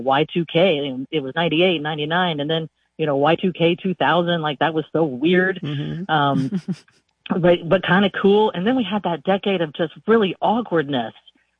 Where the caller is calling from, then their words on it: Santa Cruz, California, United States; I'm calling from Santa Cruz, California.